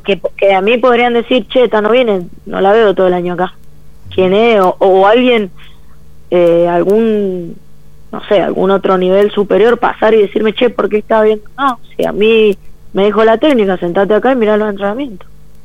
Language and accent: Spanish; Mendoza, Argentina; siendo mendocina